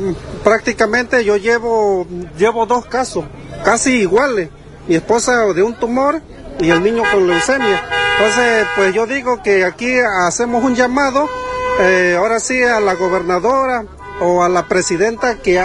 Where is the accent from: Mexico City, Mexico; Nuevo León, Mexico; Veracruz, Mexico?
Veracruz, Mexico; San Andrés Tuxtla; now in Veracruz, Mexico; nosotros no somos de aquí de Veracruz, nosotros venimos de San Andrés Tuxtla.